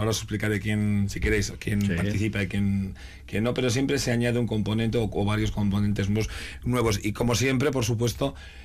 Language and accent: Spanish; Vitoria-Gasteiz, Basque Country, Spain; born there; También, no se nos olvide que yo soy nacido en Gasteiz.